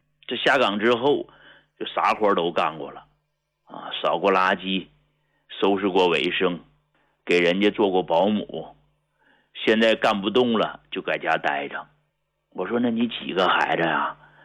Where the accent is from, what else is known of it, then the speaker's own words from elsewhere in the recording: Jilin, China; 白城啊是个市，是属于咱们吉林省 下边的一个市。